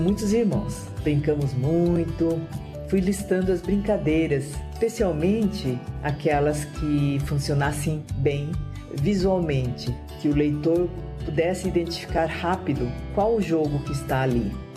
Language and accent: Portuguese; Brazil; sou brasileira. Meus avós é que vieram para o Brasil como imigrantes no início do século passado.